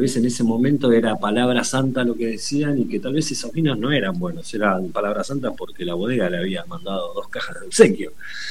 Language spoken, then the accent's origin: Spanish; Argentina; Me gustan más los vinos chilenos que los vinos argentinos. Siendo argentino.